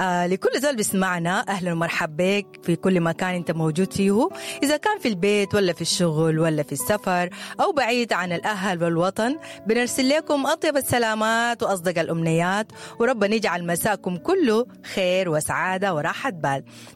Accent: Sudan

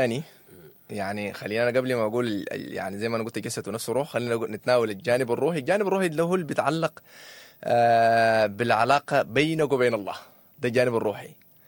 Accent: Sudan; أنا سوداني

